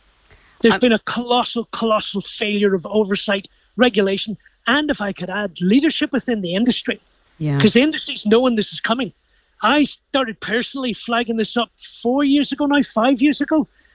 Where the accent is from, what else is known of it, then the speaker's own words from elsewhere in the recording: Ireland; However, just very, very quickly, as an Irishman, that's why I would watch the BBC cricket